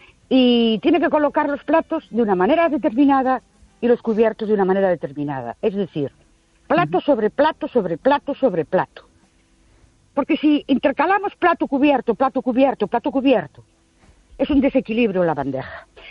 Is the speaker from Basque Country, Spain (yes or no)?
no; Ourense, Galicia, Spain; de Ourense otra vez.